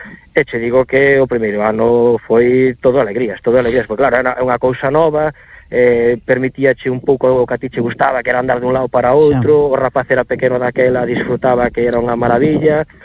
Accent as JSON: {"language": "Galician", "town": "Redondela", "region": "Galicia", "country": "Spain", "said": "Por eu son de Redondela, saímos hacia mellora hacia Porto Novo, Grove"}